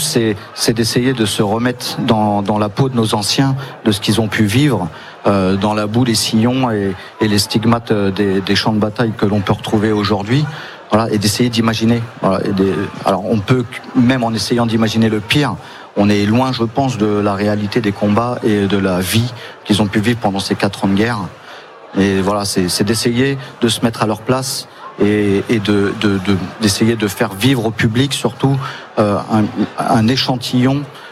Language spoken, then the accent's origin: French; Mourmelon-le-Grand, Grand Est, France; Donc on vient de Mourmelon-le-Grand dans la Marne, donc à une 140aine de kilomètres d'Albert.